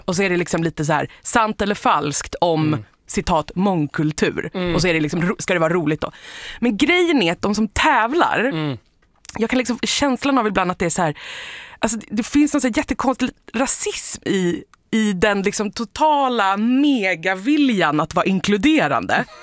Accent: Sweden; Nej men jag är från Sverige, jag kan inte de här sakerna.

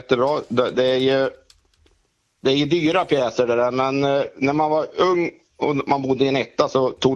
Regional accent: Iggesund, Gävleborg County, Sweden; Ja, jag växte upp i Iggesund

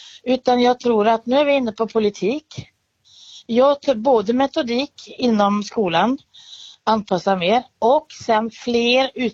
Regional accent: Norway; now in Sweden; I Norge, där jag kommer ifrån ursprungligen

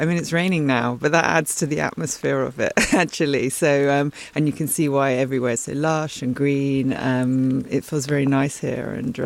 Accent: London, United Kingdom; Yeah, we come from London.

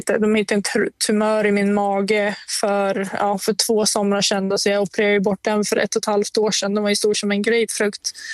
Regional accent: Sweden; moved away; Och jag bara träffar min familj hemma i Sverige en vecka senaste året

